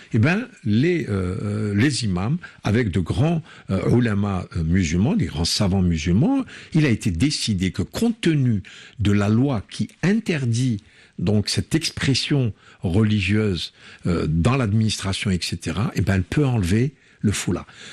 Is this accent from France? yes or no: yes; France; nous sommes français comme vous, mais dès qu'on dit qu'on est musulman, on descend d'un strat